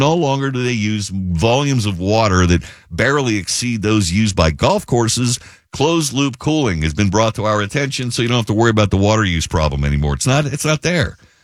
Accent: United States; born there; We here in the United States, and we're blessed to have been born in this country.

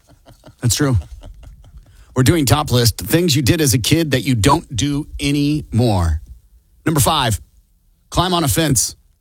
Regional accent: Iowa, United States; Growing up in Iowa, we had that beautiful Iowa soil.

